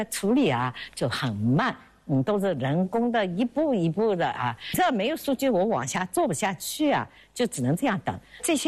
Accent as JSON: {"language": "Chinese", "country": "China", "said": "我们中国人真是站起来了。"}